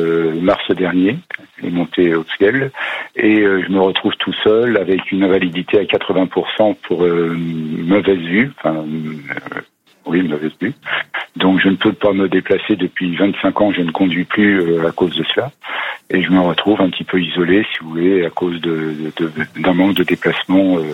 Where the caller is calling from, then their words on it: Brittany, France; De Bretagne.